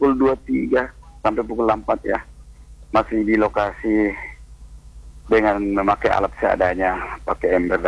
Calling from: Lembang, West Java, Indonesia; di daerah saya sendiri Kecamatan Lembang ini

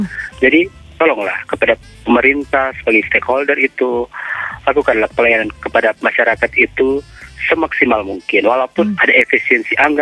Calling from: Manado, North Sulawesi, Indonesia; Mungkin itu saja opini saya dari Manado Sulawesi Utara.

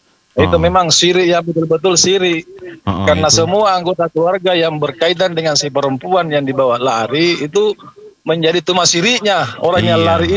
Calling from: Makassar, South Sulawesi, Indonesia; kita di Makassar

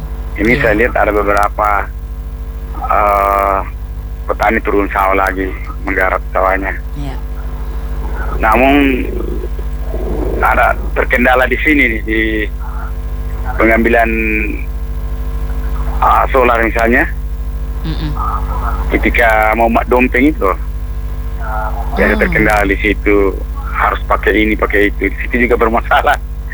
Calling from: Lembang district, South Sulawesi, Indonesia; di daerah saya di Kecamatan Lembang ini

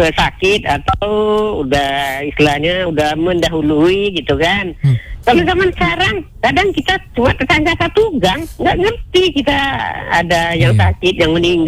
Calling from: Riau, Indonesia; Kalau kami orang Melayu

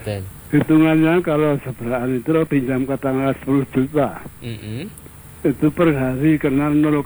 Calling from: Prambanan, Special Region of Yogyakarta, Indonesia

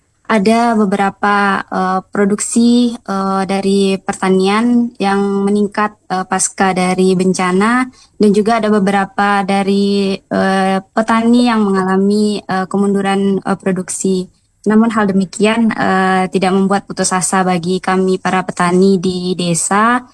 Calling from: West Sumatra, Indonesia

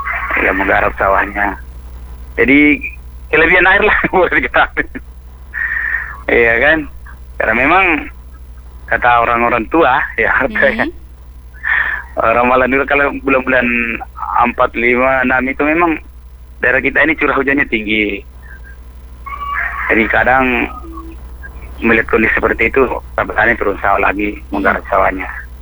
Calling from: Lembang, South Sulawesi, Indonesia; kita di sini yang di daerah sini ya, daerah Lembang ini

